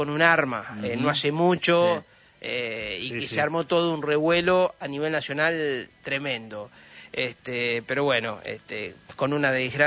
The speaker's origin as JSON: {"language": "Spanish", "town": "Villa Trinidad", "region": "Santa Fe", "country": "Argentina", "said": "yo también soy del departamento de San Cristóbal, provincia de Santa Fe, de Villa Trinidad, provincia de Santa Fe."}